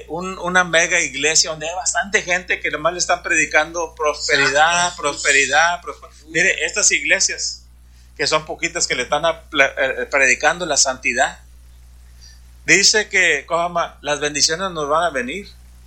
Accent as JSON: {"language": "Spanish", "town": "Brownsville", "region": "Texas", "country": "United States", "said": "yo vengo de Brownsville, Texas es una ciudad que está un río y al cruzar el río es Matamoros, ya es México eso."}